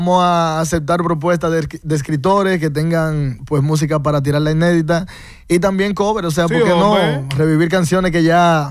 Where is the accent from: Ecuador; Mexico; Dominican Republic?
Dominican Republic; somos dominicanos.